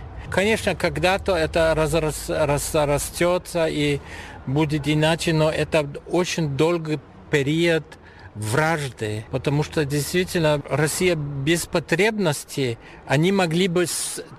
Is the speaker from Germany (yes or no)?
yes; Germany; Russian is a second language; Я немец, и у меня опыт своих дедков, родителей.